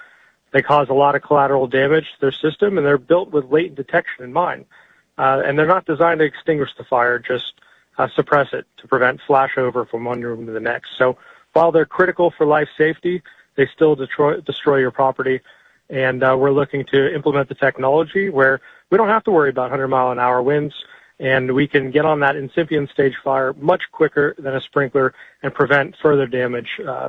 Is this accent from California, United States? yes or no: yes; Altadena, California, United States; Early on, I witnessed the LA fires in my hometown of Altadena, and in looked at that devastation.